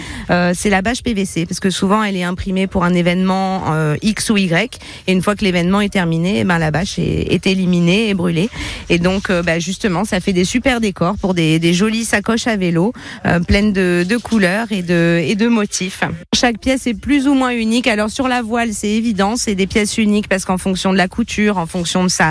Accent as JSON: {"language": "French", "town": "Paris", "region": "Île-de-France", "country": "France", "moved": "as an adult", "lives_now": "La Cadière-d'Azur, France", "said": "moi, je viens de Paris. Je suis parisienne à la base. Et voilà, ça fait 4 ans maintenant que je suis installée dans la région."}